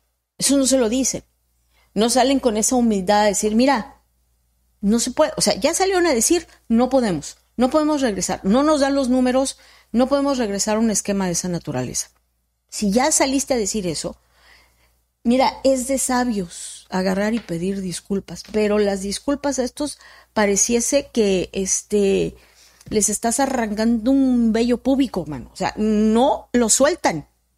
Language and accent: Spanish; Mexico; No podemos permitir como mexicanos